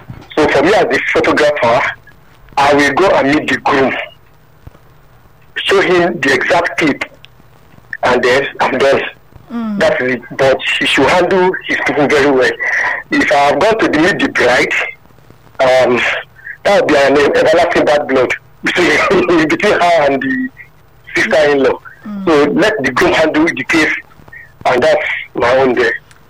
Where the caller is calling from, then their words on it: Abule Egba, Lagos, Nigeria; I'm from Abulegba.